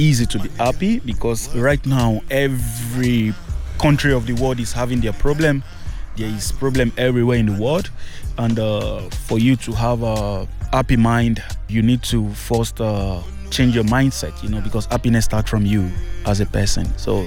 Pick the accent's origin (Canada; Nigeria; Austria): Nigeria; Lagos; moved away as an adult; also born or lived in western Nigeria; now in Maribor, Slovenia; I'm from the west part of Nigeria, but I was born in Lagos. I live all my life in Lagos.